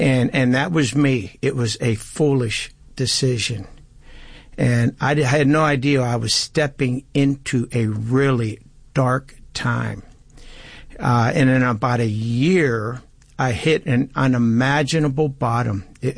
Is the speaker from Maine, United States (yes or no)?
no; Pittsburgh, Pennsylvania, United States; I was born in Pittsburgh, raised in a loving home, Terry, and just a typical happy kid growing up.